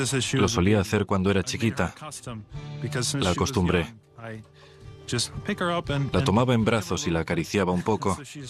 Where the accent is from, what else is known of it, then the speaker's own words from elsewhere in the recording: Canada; Soy canadiense. Tengo sangre rusa, soy ruso, pero al mismo tiempo soy ucraniano. Mis antepasados vivieron por todo el este de Europa, pero nací en Canadá.